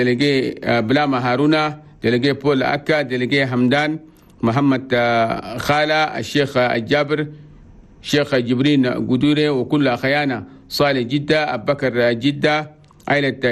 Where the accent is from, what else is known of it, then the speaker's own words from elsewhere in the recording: Chad; الله يجيب العافية والسلام والاستقرار في بلدنا تشاد